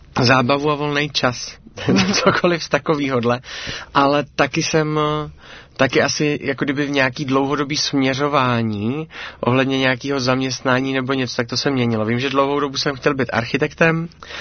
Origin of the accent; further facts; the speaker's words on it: Svitávka, South Moravian Region, Czechia; also born or lived in Kuřim; now in Brno, Czechia; jsem vyrůstal tady v Kuřimi, nedaleko od Brna, tam jsme byli ale jenom chviličku a když mě bylo kolem 5, tak jsme se vlastně přestěhovali do Svitávky, což je malá vesnička Městys, která je kousek od Letovic, kam jsme právě potom s našima, když jsme se přestěhovali, začali chodit do církve.